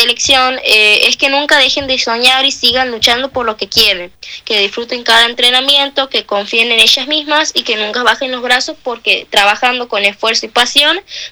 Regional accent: Santiago del Estero, Argentina; esta es mi primera experiencia representando a Santiago

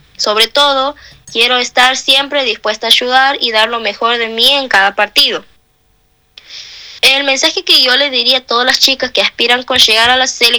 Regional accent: Santiago del Estero, Argentina; esta es mi primera experiencia representando a Santiago

